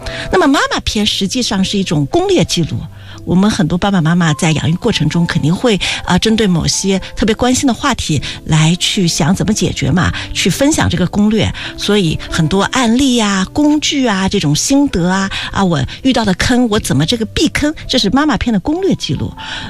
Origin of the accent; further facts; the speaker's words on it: Hangzhou, Zhejiang, China; moved away as an adult; 因为我老家在这个浙江杭州，所以在杭州那个时候大家最想考的是北京的一个对外经贸大学